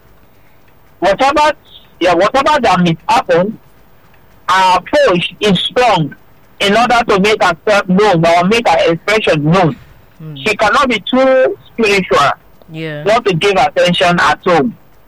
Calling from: Lagos, Nigeria; I'm calling from Ikosun, Lagos.

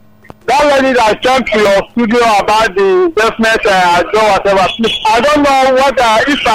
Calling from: Ota, Ogun, Nigeria; I'm calling from Ogun State.

